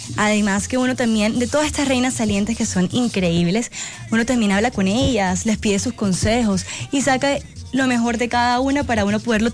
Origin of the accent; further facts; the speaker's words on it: Caribbean Region, Colombia; Como buenos costeños saben que apenas se meten los breyas, eso es que el carnaval está aquí